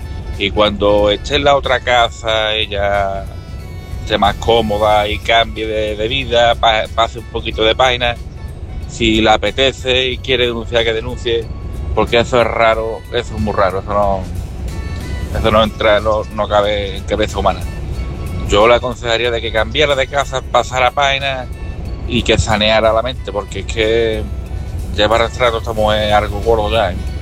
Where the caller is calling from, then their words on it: San Fernando, Andalusia, Spain; corresponsal de San Fernando, Cádiz.